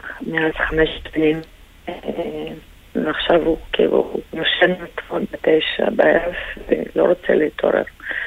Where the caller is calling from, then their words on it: Petah Tikva, Central District, Israel; אנחנו גם בפתח תקווה.